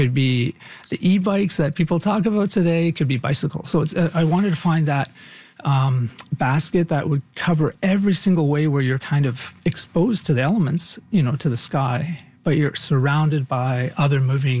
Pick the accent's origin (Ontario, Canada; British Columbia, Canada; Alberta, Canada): Ontario, Canada; Toronto; as a kid growing up in Toronto.